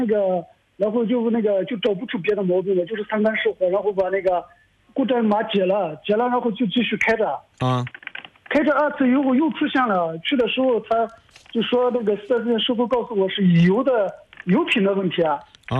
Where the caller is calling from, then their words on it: Zhangye, Gansu, China; 我是甘肃张掖的。